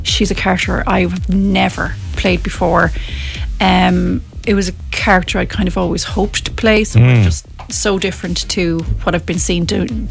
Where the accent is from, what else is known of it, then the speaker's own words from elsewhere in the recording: Connacht, Ireland; I grew up in Mayo.